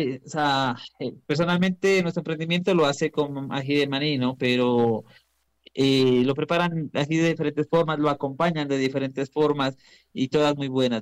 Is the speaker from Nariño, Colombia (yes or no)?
yes; Pasto, Nariño, Colombia; Pastuso que se respete, yo soy pastuso, come cuy solo, ¿no?